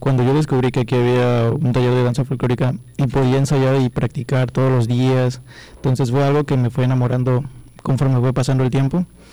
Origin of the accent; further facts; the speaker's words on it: Jalpa de Méndez, Tabasco, Mexico; en mi pueblo en el que yo vivo, que es de Jalpa de Méndez, nos enseñan danza folclórica desde la primaria, secundaria.